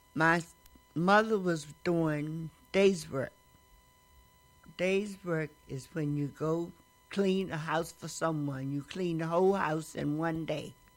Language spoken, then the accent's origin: English; Virginia, United States; born there; moved away; I came up north from Virginia in 1936.